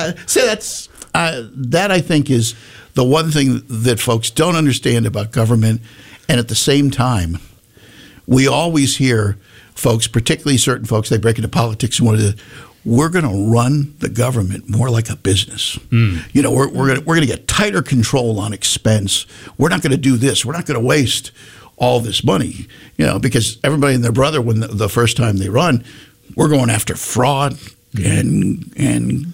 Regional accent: Connecticut, United States; also born or lived in Maryland; now in Virginia, United States; where I grew up in Connecticut, you did not have counties, so to speak. You had areas, but they all kind of blended together. And then I lived in Maryland

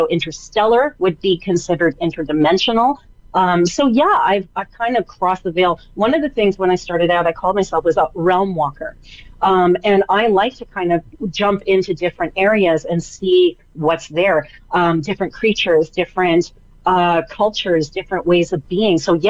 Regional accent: Canada; I'm Canadian

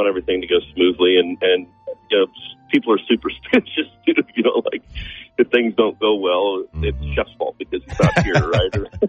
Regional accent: Missouri, United States; She and I are both born and raised in Missouri, and there's a little place in the Ozarks called Haha Tonka State Park

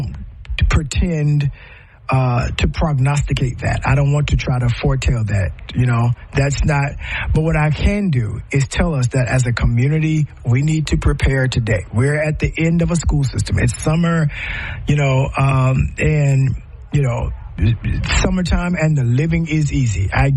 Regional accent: United States; And we are American.

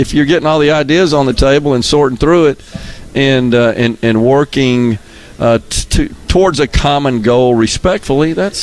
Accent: Mississippi, United States; right here in my home state, in this area.

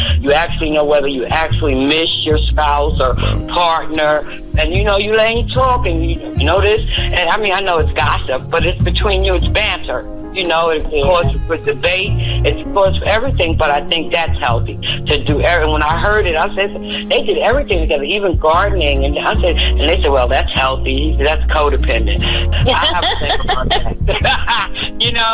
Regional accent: The Bronx, New York, United States; from the Bronx. Good evening, everybody.

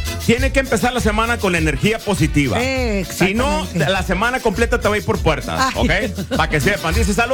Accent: Gustavo Díaz Ordaz, Tamaulipas, Mexico; moved away; ¡Ah, mi pueblo natal!

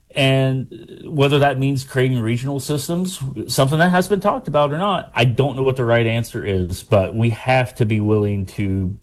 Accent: West Virginia, United States; I'm from Pleasants County, of course, as is Dave here.

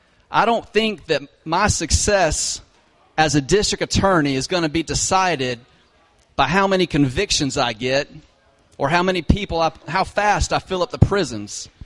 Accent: Pilot Mountain, North Carolina, United States; now in Mount Airy, United States; Surrey County's been my home my entire life. I grew up in Pilot Mountain, and now I live in Mount Airy.

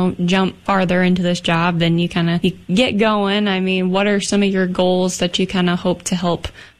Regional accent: Nebraska, United States; now in South Dakota, United States; I feel like I grew up in Nebraska

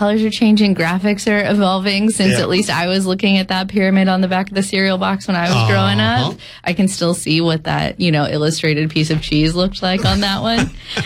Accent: California, United States; born or raised there

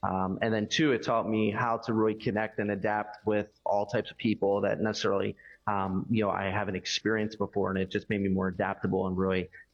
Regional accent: Philadelphia, Pennsylvania, United States; moved away as an adult; they still live here in the same house that I grew up in South Philadelphia.

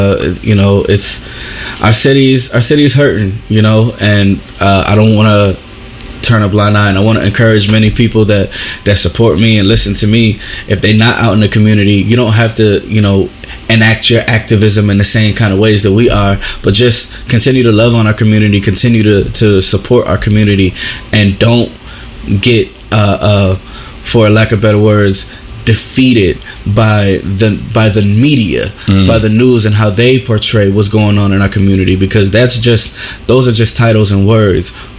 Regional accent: Chicago, Illinois, United States; I was born in Chicago, but I was raised my entire life in the 19th Ward.

